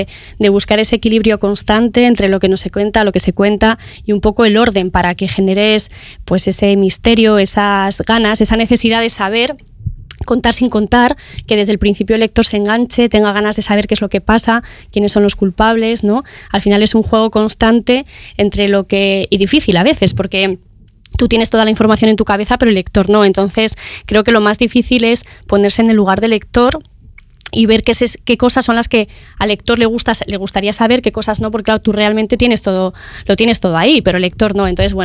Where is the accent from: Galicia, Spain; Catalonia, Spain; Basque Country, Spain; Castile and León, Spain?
Castile and León, Spain; Burgos; born there; me siento una burgalesa orgullosa de su tierra, ¿vale? De donde ha nacido.